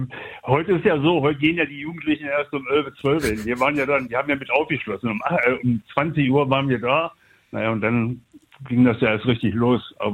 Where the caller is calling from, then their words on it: Schöningen, Lower Saxony, Germany; Ja, ich komme ja hier aus Niedersachsen, Schöning